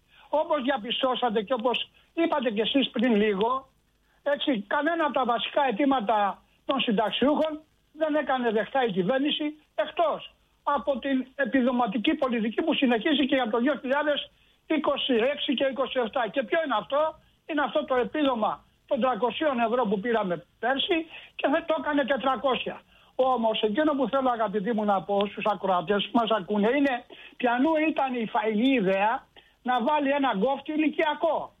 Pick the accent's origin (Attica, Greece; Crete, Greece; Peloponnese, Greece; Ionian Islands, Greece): Ionian Islands, Greece; Corfu; στο νησί μου την Κέρκυρα